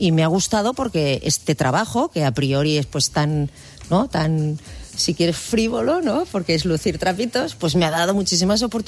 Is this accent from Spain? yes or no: yes; Catalonia, Spain; Es porque yo dije que como catalán no había pareja... No, esto dije. No había pareja más catalana que la nuestra, dije.